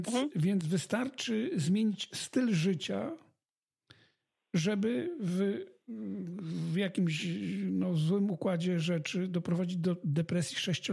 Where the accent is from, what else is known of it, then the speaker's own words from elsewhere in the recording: Krzepice, Silesian Voivodeship, Poland; dokąd się nie robiło ciemno, no to myśmy, jak to się w Krzepicach mówi, ciekali po dworze, tak?